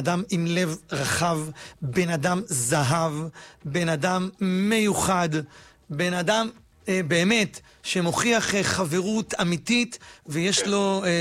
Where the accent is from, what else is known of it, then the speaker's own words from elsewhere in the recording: Bat Yam, Tel Aviv District, Israel; אני גדלתי בבת ים, בלי, בבית הכי, הכי מינימליסטי שיש.